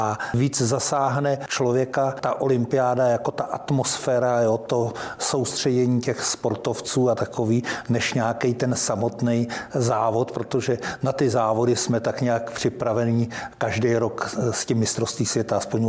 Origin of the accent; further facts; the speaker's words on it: České Budějovice, South Bohemian Region, Czechia; born there; now in Prague, Czechia; Já jsem se narodil v Českých Budějovicích